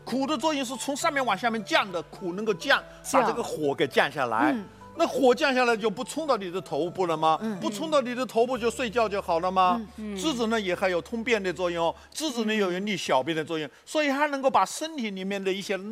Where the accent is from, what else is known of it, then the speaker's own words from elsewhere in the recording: Hubei, China; moved away; 你看到我这次我回湖北竹溪啊，我竹溪不是我的老家，我说湖北是我老家，我到竹溪去。